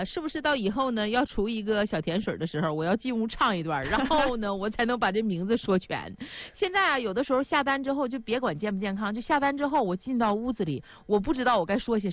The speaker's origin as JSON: {"language": "Chinese", "region": "Northeast China", "country": "China", "accent": "Northeastern (Dongbei) dialect", "said": "用我们东北话说"}